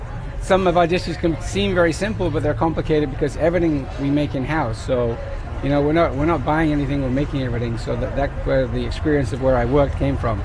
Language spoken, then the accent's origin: English; England, United Kingdom; moved away; I'm English. I don't have any French blood in me